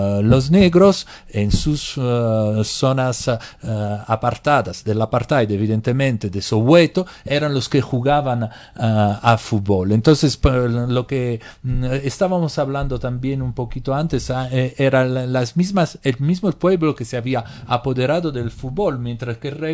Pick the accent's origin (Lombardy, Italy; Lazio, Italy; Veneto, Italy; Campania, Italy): Campania, Italy; Naples; moved away; desde donde yo soy, es decir, Nápoles, una ciudad que se asoma al Mediterráneo y mira a África con cercanía.